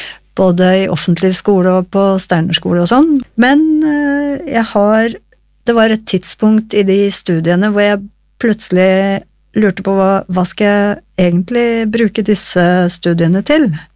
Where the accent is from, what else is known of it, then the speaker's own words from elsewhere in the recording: Hamar, Innlandet, Norway; moved away as an adult; also born or lived in Oslo / England; Jeg født i Oslo, oppvokst på Hamar, og flykta fra Hamar med en gang jeg var ferdig med skolen, videregående.